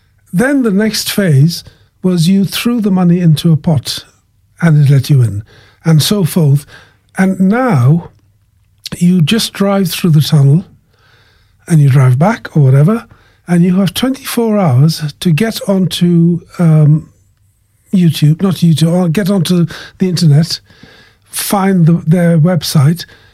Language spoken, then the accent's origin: English; Kenya; moved away; I call to mind my walk into this country, because as you know, I'm from another country. Yes. I'm from Kenya.